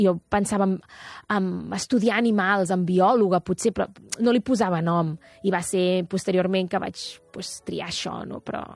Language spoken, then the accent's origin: Catalan; Terrassa, Catalonia, Spain; però jo sóc terrassenca i estic a Terrassa tot el... Bueno, m'encanta Terrassa.